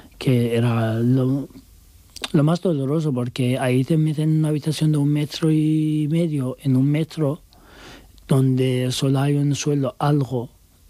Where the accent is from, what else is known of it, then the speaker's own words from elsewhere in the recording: Turkey; Spanish is a second language; now in Spain; Da igual que seas también turco, porque digo, soy turco y podía pasar más